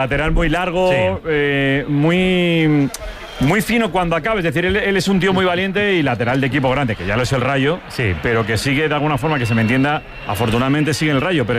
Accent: Legazpi, Basque Country, Spain; Cañizal. Por parte de padre

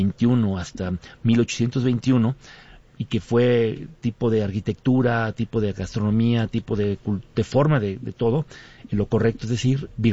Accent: Puebla, Mexico; nosotros somos la Puebla de Los Ángeles.

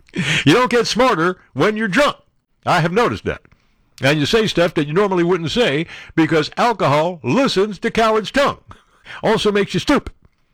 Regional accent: Maine, United States; about the candidate and concerned about his potential impact on the Democratic Party's prospects in my home state.

